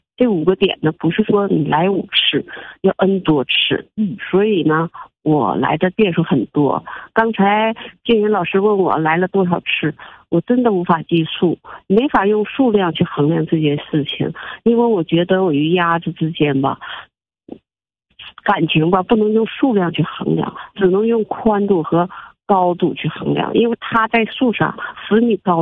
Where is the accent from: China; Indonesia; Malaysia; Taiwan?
China; Jilin; born there; 因为我出生在长白山脚下，其实我跟中华秋沙鸭拥有同一个家园